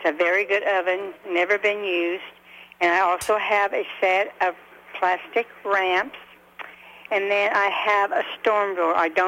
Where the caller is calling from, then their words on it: Versailles, Missouri, United States; I'm here in Versailles